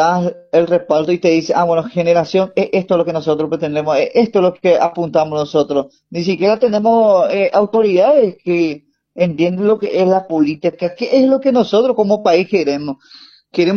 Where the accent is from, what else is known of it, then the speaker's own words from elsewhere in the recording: Paraguay; es el momento que nosotros como ciudadanos paraguayos, como pueblos indígenas que somos, tanto en JEP, tanto Sanapaná, llevemos el timón